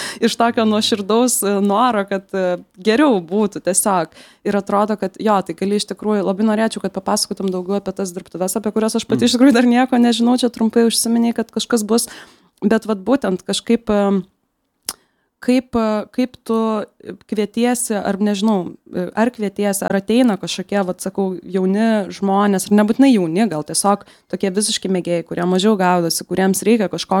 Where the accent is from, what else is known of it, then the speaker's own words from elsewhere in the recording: Vilnius, Vilnius County, Lithuania; aš užaugau Vilniaus senamiestį ir atrodo, kad kai aš buvau vaikas, prieš 20 kažkiek metų